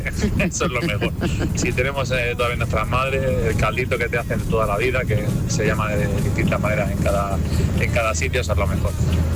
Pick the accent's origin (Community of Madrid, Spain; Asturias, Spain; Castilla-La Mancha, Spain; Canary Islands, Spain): Castilla-La Mancha, Spain; Ciudad Real; Yo estoy con mi hijo también yendo mucho a La Paz, soy de Ciudad Real, aunque estamos allí derivados por otro problemilla.